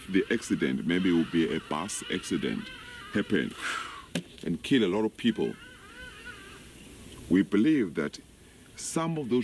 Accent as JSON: {"language": "English", "country": "South Africa", "said": "So Ndebele, Swazi, Zulu, and Xhosa, all four, we fall under one group. We call ourselves Nguni people."}